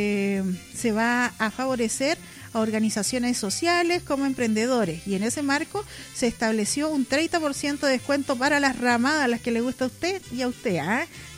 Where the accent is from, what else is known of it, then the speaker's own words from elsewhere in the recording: Chile; Y nosotros, para acordarnos que somos chilenos, vamos con música de nuestra tierra también aquí en su programa Regalón de los Domingos.